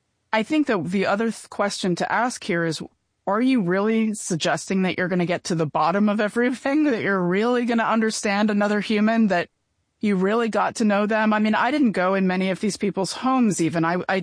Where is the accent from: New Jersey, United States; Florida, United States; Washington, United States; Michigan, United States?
New Jersey, United States; now in New York City, United States; I myself am from a provincial place at the Jersey Shore where everybody, you know, votes for Trump these days and, you know, then moved to New York City.